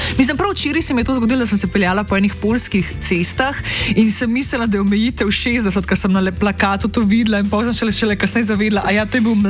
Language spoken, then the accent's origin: Slovenian; Medvode, Central Slovenia, Slovenia; now in Ljubljana, Slovenia; kot prebivalci, prebivalka Ljubljane, ki sem iz Medvodca